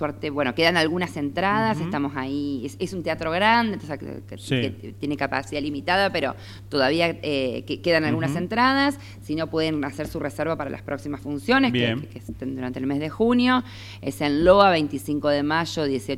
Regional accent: Santa Fe, Argentina; Valorar lo que es nuestro, los santafesinos

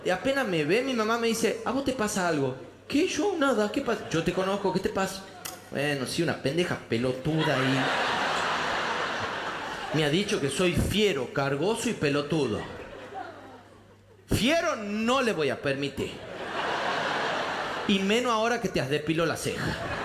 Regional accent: Famaillá, Tucumán, Argentina; moved away; no tenemos ni camión de bomberos ni terminal en Famaya.

